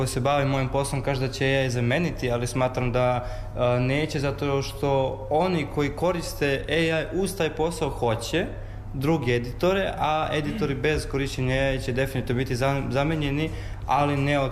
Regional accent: Vranje, Southern and Eastern Serbia, Serbia; dolazim iz Vranja, iz škole gimnazije Bora Stanković.

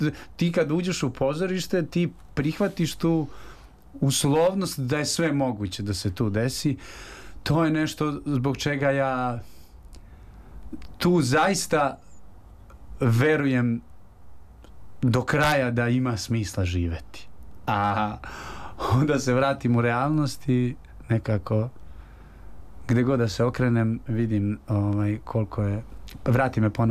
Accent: Užice, Šumadija and Western Serbia, Serbia; za grad Užice, kojega je nažalost, odakle sam ja

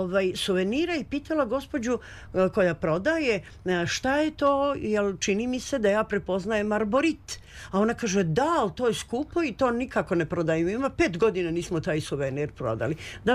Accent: Serbia; Ja sam iz Srbije, naravno, žena možda i ne zna gde je to.

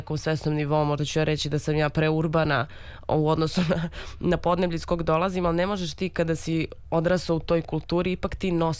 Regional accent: Serbia; mi kao Srbi mnogo volimo da patimo.

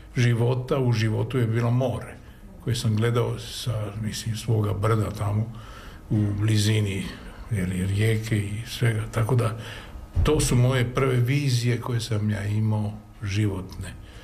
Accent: Sušak, Primorje-Gorski Kotar County, Croatia; Ja sam čovjek primorja. Tamo sam rođen. Rođen sam na Sušaku, u stvari koja se graničio sa rijekom Italijom i tako.

